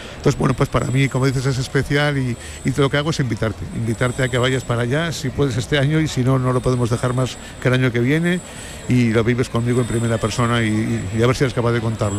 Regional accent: San Sebastián, Basque Country, Spain; Yo no soy pamplónica ni navarro, pero casi, ¿no? Yo soy donostiarra, pero bueno, tengo la mitad de mi sangre es navarra y mi madre era de Pamplona, mi mujer es de Pamplona, mis hijos pues los hemos bautizado allí.

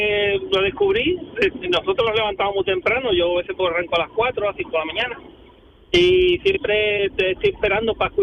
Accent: Jerez de la Frontera, Andalusia, Spain; also born or lived in Canary Islands; 11 años en Canarias. De Jerez de la Frontera.

